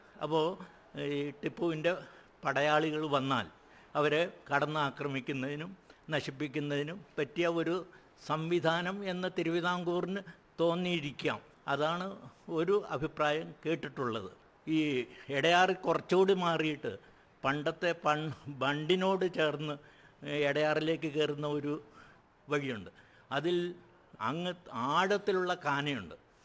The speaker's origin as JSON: {"language": "Malayalam", "town": "Ramapuram", "region": "Kerala", "country": "India", "moved": "yes", "lives_now": "Pathalam, Kochi, India", "said": "പാല അടുത്തുള്ള രാമപുരം എന്ന ഗ്രാമത്തിൽ നിന്നാണ് ഞാൻ വരുന്നത്. ആ ഗ്രാമവും ഇവിടെയും ആയിട്ട് ആനയും ആടും പോലുള്ള വ്യത്യാസമാണുള്ളത്."}